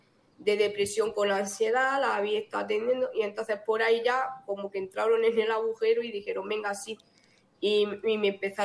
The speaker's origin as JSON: {"language": "Spanish", "area": "Huéscar", "region": "Andalusia", "country": "Spain", "said": "yo soy de Huesca"}